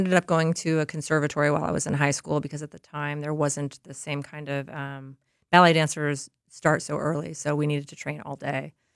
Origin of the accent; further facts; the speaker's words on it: Lake Geneva, Wisconsin, United States; now in Milwaukee, United States; I grew up in Lake Geneva.